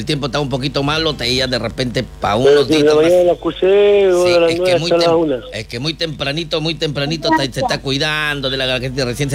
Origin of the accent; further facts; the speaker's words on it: Morelia, Michoacán, Mexico; Ya, las mexicanitas, ya, mexicanas, allá de mi pueblo, allá de...